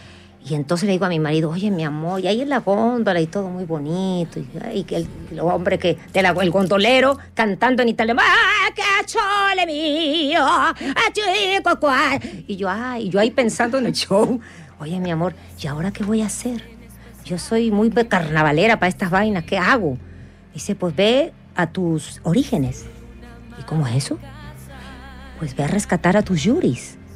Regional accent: Mexico; Yo soy la mexicana más chilena

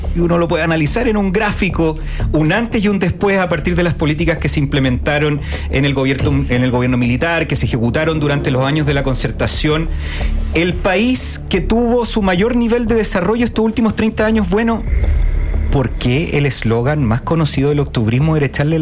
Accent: Chile; porque nosotros somos sub-40, nos formamos, nos criamos, nos educamos en el Chile de los supercampeones

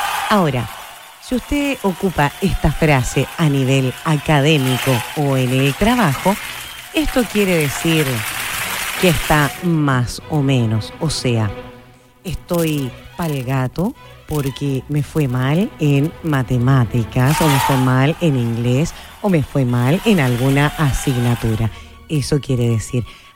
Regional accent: Chile; Hay tanta variedad en Chile. Somos grandes los chilenos, obvio.

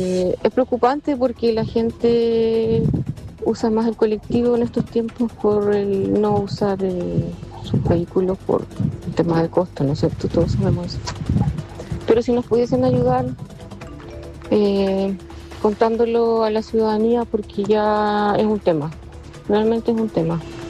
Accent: Los Lagos, Chile; Mire, yo soy de Valle Volcanes

